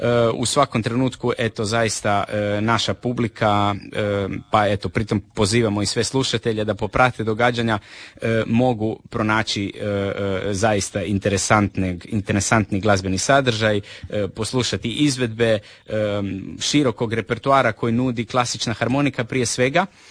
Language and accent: Croatian; Istria County, Croatia; mi to najbolje znamo kod nas u Istri